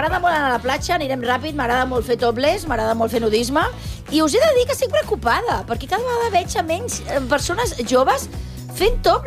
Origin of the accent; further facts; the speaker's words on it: Catalonia, Spain; jo soc catalana i vull que guanyi Espanya